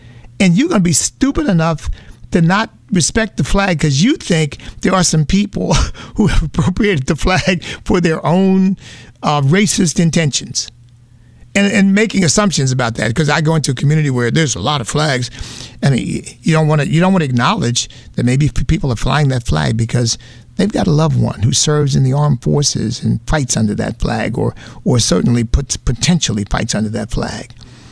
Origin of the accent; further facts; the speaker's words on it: United States; I'm an American